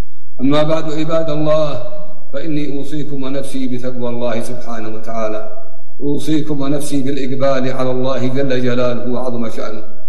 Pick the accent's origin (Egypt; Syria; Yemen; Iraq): Yemen; عندنا في اليمن